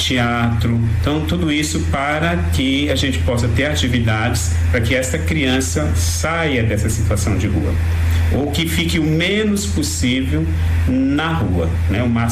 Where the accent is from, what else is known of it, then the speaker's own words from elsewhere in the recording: São Paulo, Brazil; Ele disse que eu sou de São Paulo, e tem hora que eu falo o sinal, o semáforo, né?